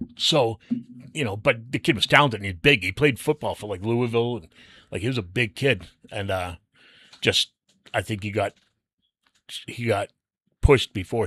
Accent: Canada; I'm from Canada.

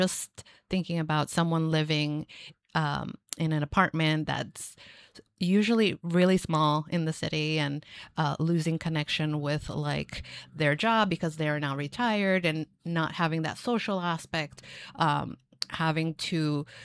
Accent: New York City, New York, United States; I'm also from New York, Little Italy downtown.

